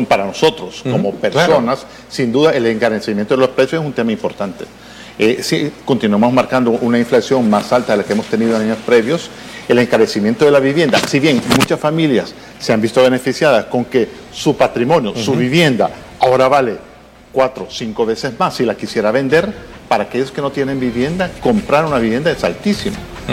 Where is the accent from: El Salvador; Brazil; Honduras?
El Salvador